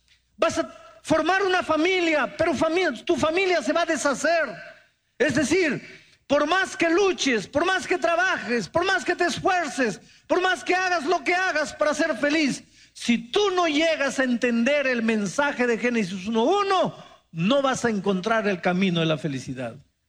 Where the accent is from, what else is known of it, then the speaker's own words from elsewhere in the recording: Mexico; Pero resulta que los mexicanos no hablamos ni griego, ni hebreo, ni arameo.